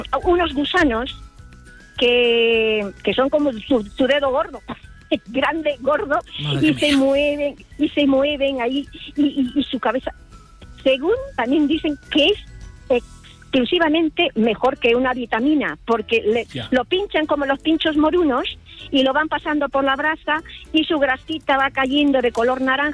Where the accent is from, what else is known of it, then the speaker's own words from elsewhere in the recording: Yurimaguas, Loreto, Peru; now in Spain; Yo soy peruana, llevo aquí en España como 40 años, pero... Sí. En mi pueblo, en Yurimaguas, la selva amazónica de Perú, departamento de Loreto, y nuestra capital es Iquitos.